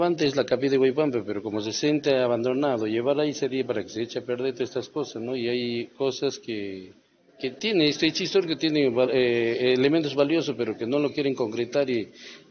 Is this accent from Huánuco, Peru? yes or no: yes; Amarilis, Huánuco, Peru; nosotros que somos de Amarilis